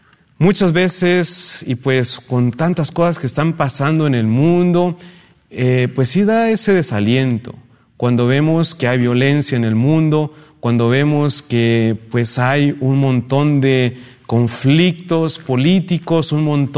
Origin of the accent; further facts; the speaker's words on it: Mexico; moved away; que soy devoto de la Virgen de Guadalupe como buen mexicano